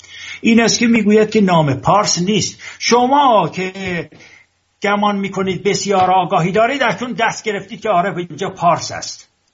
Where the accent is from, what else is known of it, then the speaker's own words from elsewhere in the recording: Iran; moved away; من ایرانیم، ایرانی میشود سربلند آزاده.